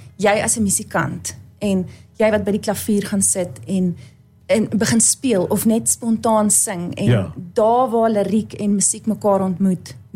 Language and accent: Afrikaans; Hartbeespoort, North West, South Africa; Ek is van Hartie Spoort oorspronklik. Ek is 'n onderwyseres hierso al vir 15 jaar.